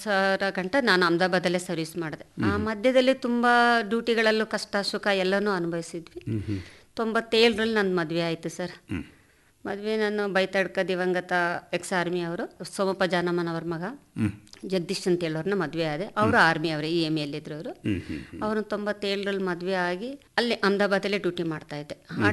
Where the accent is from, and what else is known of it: Kodagu, Karnataka, India; born there